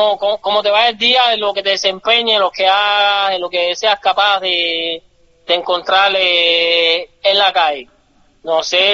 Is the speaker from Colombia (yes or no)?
no; Cuba; A veces entre nosotros los cubanos nos decimos